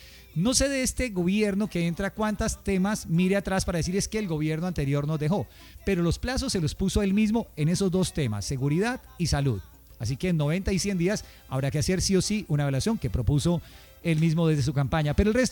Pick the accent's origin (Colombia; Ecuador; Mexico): Colombia; somos los mismos colombianos